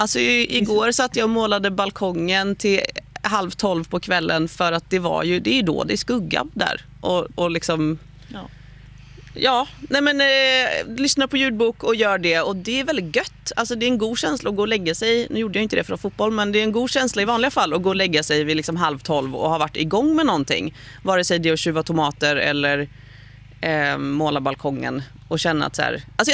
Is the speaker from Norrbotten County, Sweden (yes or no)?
no; Skåne, Sweden; now in Sexdrega, Sweden; Ingen av oss är uppvuxen här. Jag är från Skåne